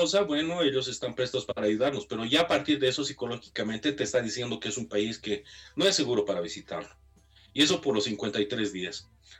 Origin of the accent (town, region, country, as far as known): Bolivia